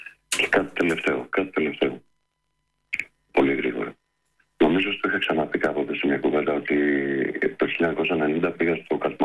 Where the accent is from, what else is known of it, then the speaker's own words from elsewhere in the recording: Hamburg, Germany; να του πω ότι έμενα 12 μεγάλωσα στο Αμβούργο από το 1990 μέχρι το 2001 περίπου.